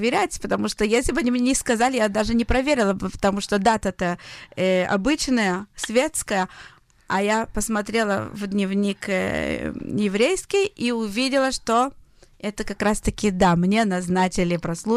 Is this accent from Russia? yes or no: no; Israel; что я из Израиля, я еврейка